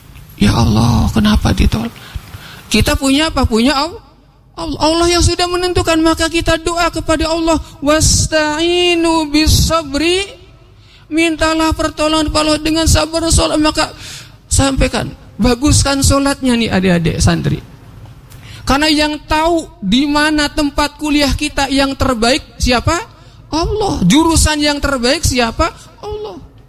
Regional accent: Indramayu, West Java, Indonesia; moved away; Walaupun saya orang Indramayu, dapat beasiswa orang Bandung gitu ya

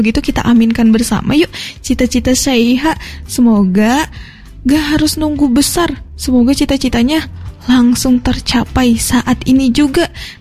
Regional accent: Cimahi, West Java, Indonesia; assalamualaikum Kak Fitri dan Mika. … hadir dan semangat. Aku sekolahnya di SDIT Science. Aku dari Cimahi dan usiaku baru 8 tahun.

